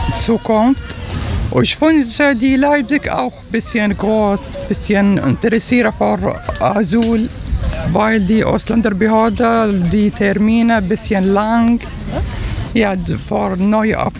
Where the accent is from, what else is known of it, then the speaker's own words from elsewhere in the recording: Syria; German is a second language; moved away; ich komme aus Syrien.